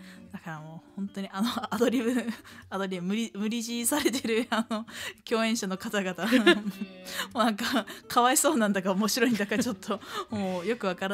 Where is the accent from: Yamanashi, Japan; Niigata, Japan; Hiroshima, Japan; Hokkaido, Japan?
Hiroshima, Japan; 私出身が広島なんで結構行ったりするんですけど